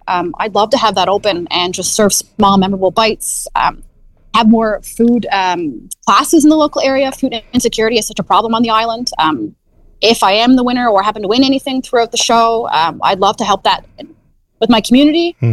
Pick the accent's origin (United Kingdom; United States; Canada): Canada; East Coast; I'm from the East Coast.